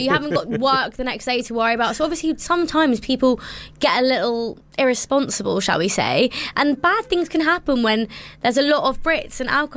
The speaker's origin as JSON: {"language": "English", "country": "India", "said": "Yeah, I think especially as an Indian woman, it's not really that common to go solo travelling."}